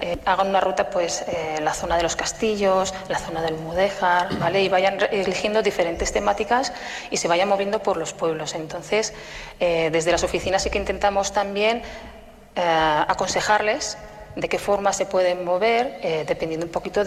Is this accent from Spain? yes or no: yes; Luesia, Aragon, Spain; Yo soy de aquí, de Luesia, y es un orgullo para mí el poder dar a conocer nuestro pueblo